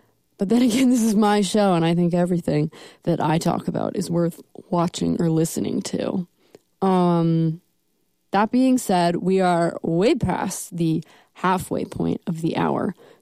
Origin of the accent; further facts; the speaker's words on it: Long Island, New York, United States; now in Virginia, United States; because I am from Long Island, New York, proudly so